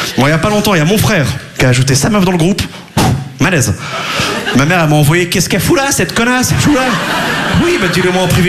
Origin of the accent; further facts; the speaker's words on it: Quimperlé, Brittany, France; Mais si vous voyez, déjà, là d'où je viens à Quimperlé, on n'avait pas les sports cool.